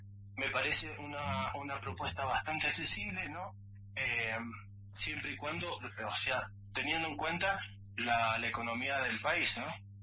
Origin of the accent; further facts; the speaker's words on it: San José de Jáchal, San Juan, Argentina; moved away as an adult; Yo soy nacido y criado ahí en Hachal